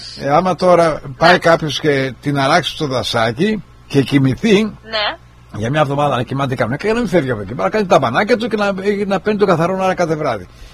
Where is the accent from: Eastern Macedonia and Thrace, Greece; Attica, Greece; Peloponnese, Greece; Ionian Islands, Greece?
Ionian Islands, Greece; Kefalonia; Εγώ είμαι από την Κεφαλονιά.